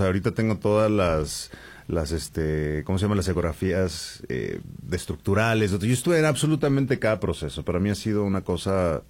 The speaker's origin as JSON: {"language": "Spanish", "town": "San Miguel de Allende", "region": "Guanajuato", "country": "Mexico", "said": "Yo soy de San Miguel de Allende, de Guanajuato"}